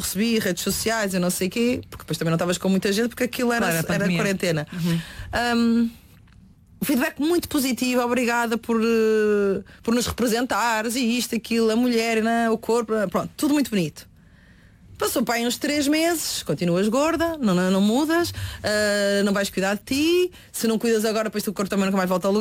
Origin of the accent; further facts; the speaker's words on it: Northern Portugal, Portugal; accent: northern pronúncia; moved away; De quando eu estava no Norte.